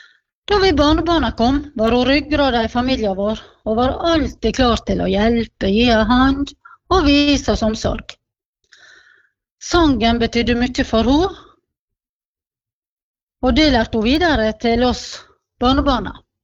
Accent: Giske, Møre og Romsdal, Norway; now in Sykkylven, Norway; Jeg bor i Sykkylven, men er født og oppvokst på Giske.

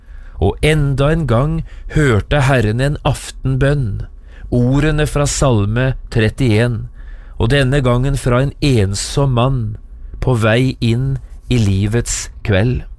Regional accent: Notodden, Telemark, Norway; Gransherad kirke, som ligger cirka 3 mil fra Notodden, hjembyen min.

